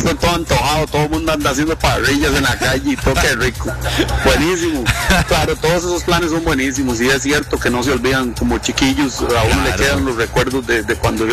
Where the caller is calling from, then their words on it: Escazú, San José, Costa Rica; yo vivo en Escazú y ahí cerca de mi casa hay muchos miradores cercanos